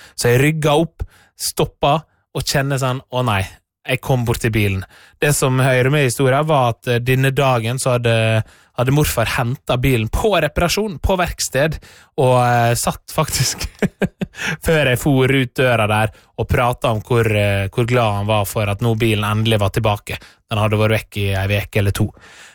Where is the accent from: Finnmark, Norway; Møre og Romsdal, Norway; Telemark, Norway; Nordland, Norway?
Møre og Romsdal, Norway; born or raised there